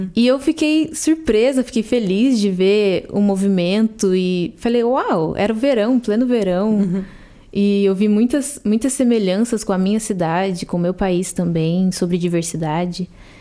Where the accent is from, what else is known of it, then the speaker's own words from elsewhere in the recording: Curitiba, Paraná, Brazil; Eu sou de Curitiba, é o sul do Brasil. É uma cidade mais fria